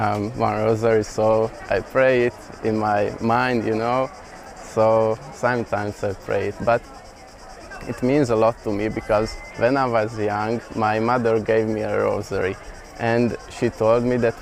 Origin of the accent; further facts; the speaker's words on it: Slovakia; I'm from Slovakia, but I'm Hungarian.